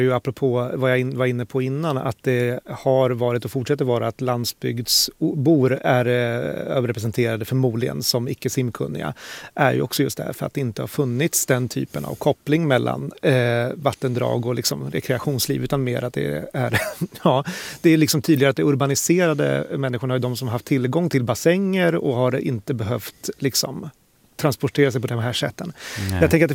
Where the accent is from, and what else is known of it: Sweden